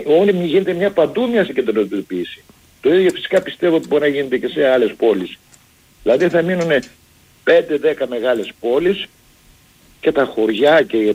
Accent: Epirus, Greece; Κάποτε είχε και το χωριό μου, Γαμπίκη λέγεται, είχε δήμο.

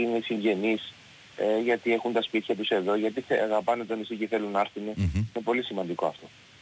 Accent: Leros, South Aegean, Greece

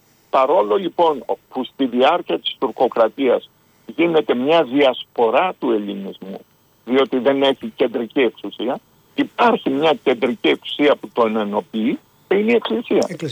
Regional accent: Greece

